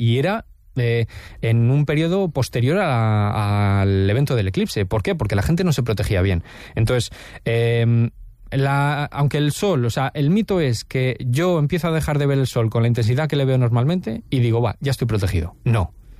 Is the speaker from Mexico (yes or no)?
no; Paredes de Nava, Castile and León, Spain; en mi pueblo, en Paredes